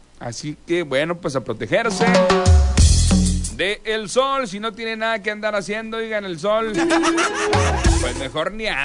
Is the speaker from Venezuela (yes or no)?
no; Mexico